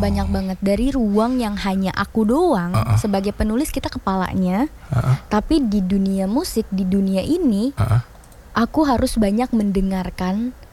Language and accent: Indonesian; Banten, Indonesia; Asalku dari Banten.